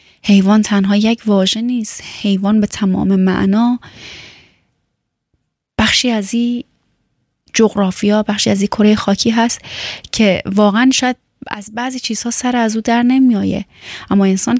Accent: Afghanistan

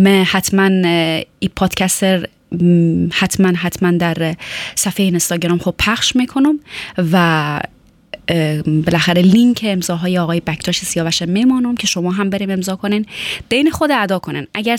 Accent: Afghanistan; هیچ وقت نگفتیم که ما افغانستانی هستیم. ما شرق و غرب و شمال و جنوب نداریم.

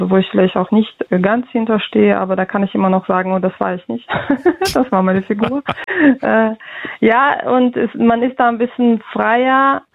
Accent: Russia; now in Germany

